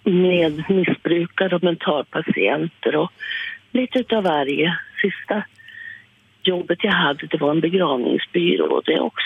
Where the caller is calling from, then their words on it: Västerås, Västmanland County, Sweden; Jag är ju från Västerås.